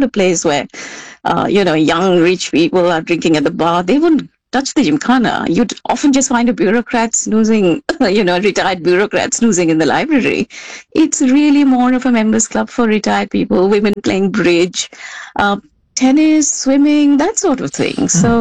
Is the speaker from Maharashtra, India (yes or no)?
no; Delhi, India; moved away; I grew up in Delhi.